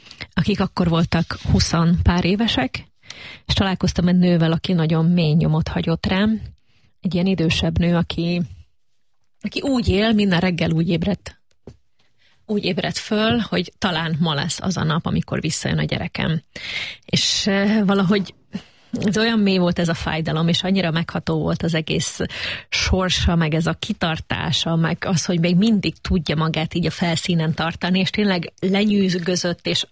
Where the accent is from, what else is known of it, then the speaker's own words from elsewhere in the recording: Dunajská Streda, Trnava Region, Slovakia; Ugye ez a könyvem, ez a 90-es évek női áldozatairól szól abban a térségben, ahol én felnőttem.